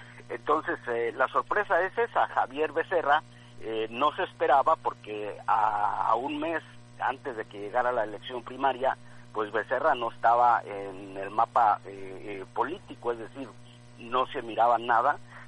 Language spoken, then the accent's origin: Spanish; Mexico; las mexicanas y mexicanos